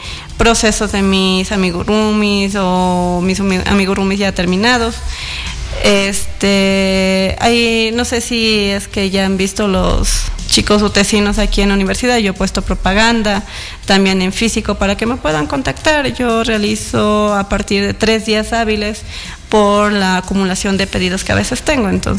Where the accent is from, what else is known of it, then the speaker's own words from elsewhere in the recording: Machachi, Pichincha, Ecuador; Yo soy oriunda de Machachi